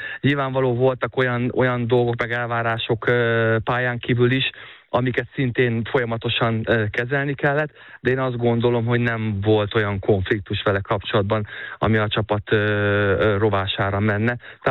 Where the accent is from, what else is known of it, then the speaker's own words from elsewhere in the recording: Hungary; moved away; egy kis magyar gyerekként azért a magyar bajnokságból elindulva